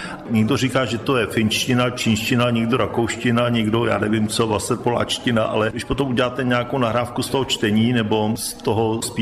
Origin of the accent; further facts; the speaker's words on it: Karlovy Vary Region, Czechia; Já se považuji za Egerlandňáka, nebo když to vezmeme v celkové šíři Němců v českých zemích, tak jsem český Němec.